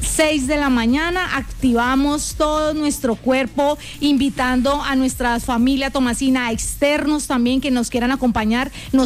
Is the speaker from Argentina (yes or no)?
no; Llanos, Colombia; todos nosotros somos llaneros